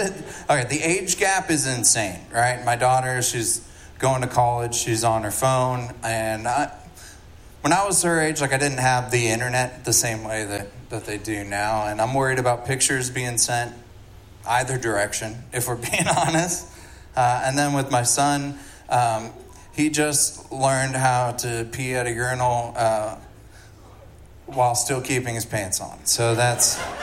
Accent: Poteau, Oklahoma, United States; I'm from Poto

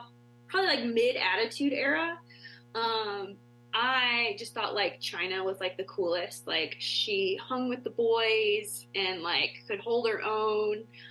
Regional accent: Ohio, United States; moved away as an adult; now in Colorado, United States; So my brother and I are actually from Ohio, so we're Midwest. So we grew up there, and then I headed out here, I don't know, probably about 8 years ago now

